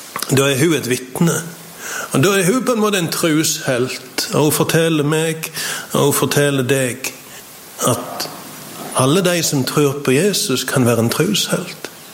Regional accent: Sokndal, Rogaland, Norway; på Nesvåg hjemme I Sokndal.

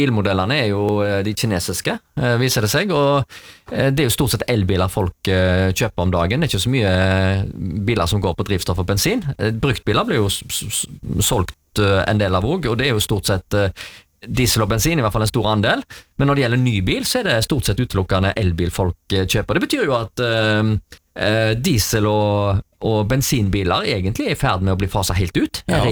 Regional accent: China; now in Norway; Jeg kommer fra Kina.

